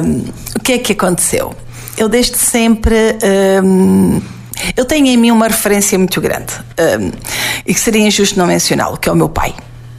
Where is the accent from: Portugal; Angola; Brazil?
Portugal; Benavila, Alentejo; born or raised there; now in Portalegre, Portugal